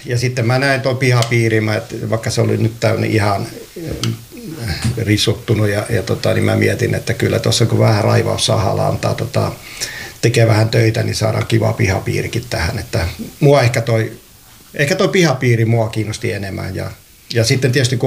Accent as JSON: {"language": "Finnish", "town": "Varkaus", "region": "North Savo", "country": "Finland", "tie": "born or raised there", "lives_now": "Lahti, Finland", "said": "kun mä oon itse Savosta kotosi ja että nyt vähän päästään lähemmäksi, kun asutaan Lahdessa, niin päästään vähän lähemmäksi Savoa taas sitten, että Varkaudesta kotosi."}